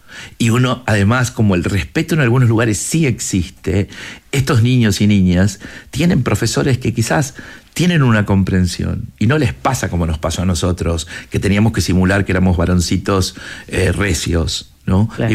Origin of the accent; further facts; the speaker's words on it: Chile; now in Argentina; Yo también soy chileno. ¿Sí? O sea, yo también soy chileno.